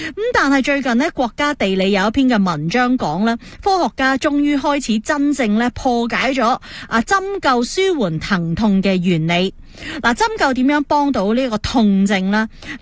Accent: China; 我哋中国人咧就自细吓啊喺一啲中医咧嘅一啲嘅常识里边都惯常听噶啦

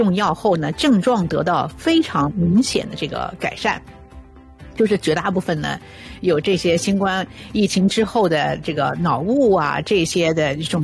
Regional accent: Canada; Winter Blue 对我们加拿大人的影响也还是蛮大的

